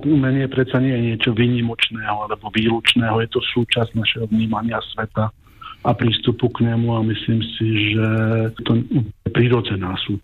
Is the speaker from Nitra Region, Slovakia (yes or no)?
no; Liptovský Mikuláš, Žilina Region, Slovakia; now in Bratislava, Slovakia; Ale to isté som mal, keď som prišiel z Liptovského Mikuláša do Bratislavy, že tiež to boli dve odlišné prostredia.